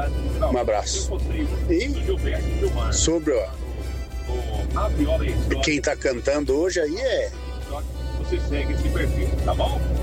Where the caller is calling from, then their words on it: Paraná, Brazil; Sou caminhoneiro, sou de Paraná, sou de cidade de Irapuava.